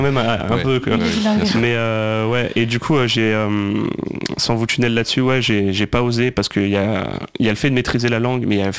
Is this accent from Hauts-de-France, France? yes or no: yes; Hauts-de-France, France; moved away as an adult; also born or lived in Paris / New York; moi je suis de Picardie à la base.